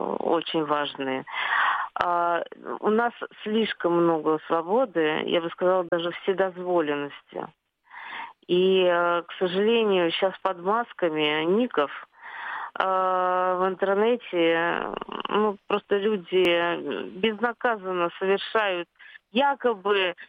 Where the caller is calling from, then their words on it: Saint Petersburg, Russia; я из Санкт-Петербурга.